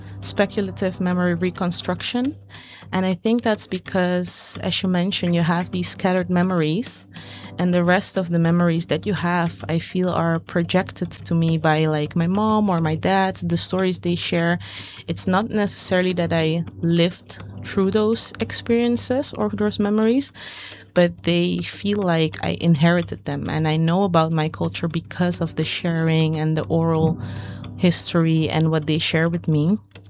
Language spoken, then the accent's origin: English; Netherlands; also born or lived in Curaçao; especially growing up in the Netherlands.